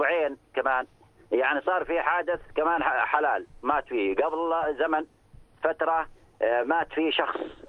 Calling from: Rabaa Al-Sirhan, Mafraq Governorate, Jordan; في ملحوظة برباع السرحان، يعني ما احنا مخدومين مليين، في عندنا متجر

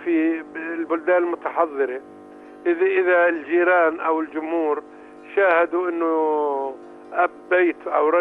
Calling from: Karak, Karak Governorate, Jordan; من الكرك.

